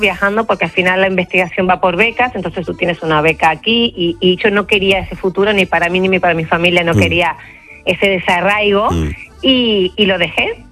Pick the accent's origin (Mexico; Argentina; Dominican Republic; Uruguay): Argentina; now in Seville, Spain; Sí, soy argentina, pero desde Sevilla.